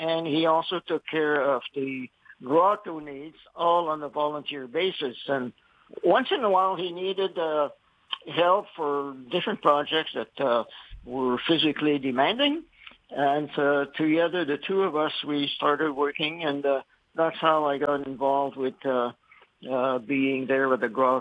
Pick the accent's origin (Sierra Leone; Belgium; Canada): Canada; Notre Dame de Lourdes, Manitoba; now in St. Malo, Canada; I came from a small town in Manitoba called Notre Dame de Lourdes, which was a French community, very religious in the sense that I was born in 1945.